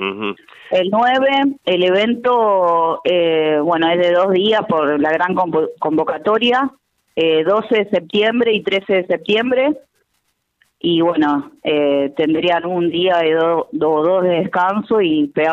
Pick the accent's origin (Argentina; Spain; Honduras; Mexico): Argentina; somos los únicos argentinos en todo el evento, y representando Ramallo.